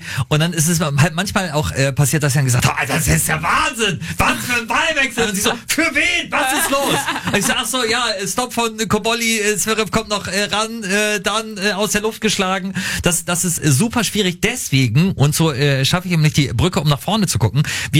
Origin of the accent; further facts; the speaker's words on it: Lower Saxony, Germany; ich komm aus Niedersachsen, wir kommen vom Dorf. Für uns ist Hannover immer noch die große weite Welt.